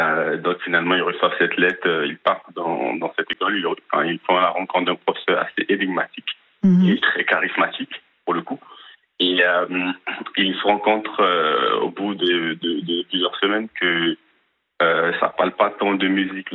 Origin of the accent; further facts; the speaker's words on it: Côte d’Ivoire; parce que moi je viens de Côte d'Ivoire. Moi, j'ai grandi dans une ville où il n'y avait pas de cinéma.